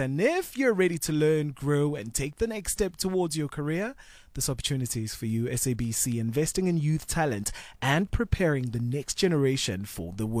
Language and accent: English; South Africa; One thing about us as South Africans, our diversity allows us to learn from one another